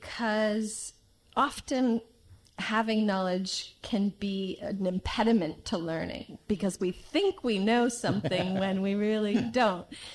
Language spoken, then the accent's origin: English; Berkeley, California, United States; I'm from Berkeley, California.